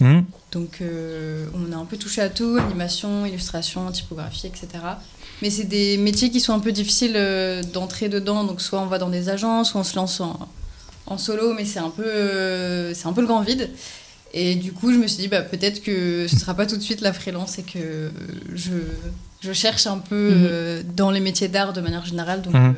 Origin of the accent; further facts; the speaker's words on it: Angers, Pays de la Loire, France; En plus, c'était loin parce que nous, on est d'Angers.